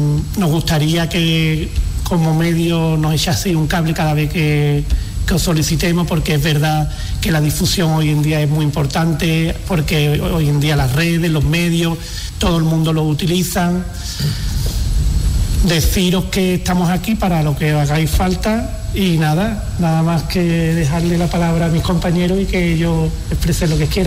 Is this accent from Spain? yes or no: yes; Arcos de la Frontera, Andalusia, Spain